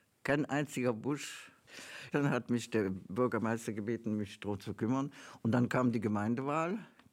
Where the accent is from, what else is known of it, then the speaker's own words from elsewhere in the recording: Germany; moved away as an adult; now in Châteauneuf-en-Auxois, France; Ich als Deutsche werden die mich doch nie wählen.